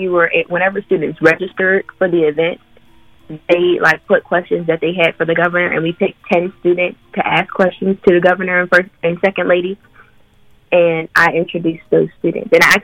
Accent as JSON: {"language": "English", "town": "Rankin", "region": "Pennsylvania", "country": "United States", "said": "And I'm from Rankin. So he's, like, they're really literally down the street."}